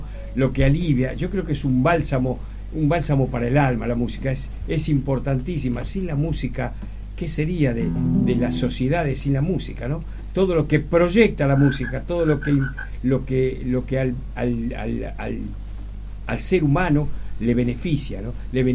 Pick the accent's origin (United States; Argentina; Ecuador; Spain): Argentina; A mí me plantaron acá, amigo. Entonces yo soy argentino.